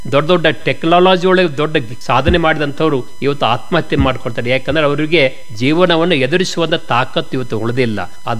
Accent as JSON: {"language": "Kannada", "area": "Belagavi district", "region": "Karnataka", "country": "India"}